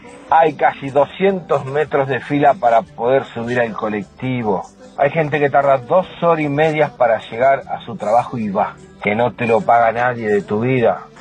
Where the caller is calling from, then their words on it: Loma Hermosa, Buenos Aires Province, Argentina; de Loma Hermosa.